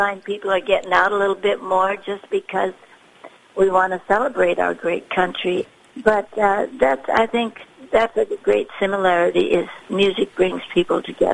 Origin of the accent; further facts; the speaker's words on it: Minnesota, United States; also born or lived in Fargo area, North Dakota; now in Nashville, United States; Now, in my day, Minnesota, I grew up in Minnesota and in the Fargo area, and of course I traveled a lot as I was young, always seeking out music and going who knows where. I was a bit of a gypsy and finally got smart and moved to Nashville.